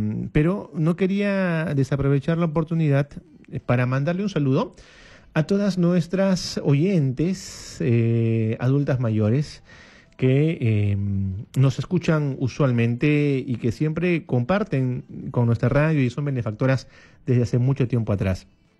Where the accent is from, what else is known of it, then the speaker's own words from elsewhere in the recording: Puno, Peru; born there; Yo nací en Puno, señora Regina, ¿sabe dónde? En Villa del Lago.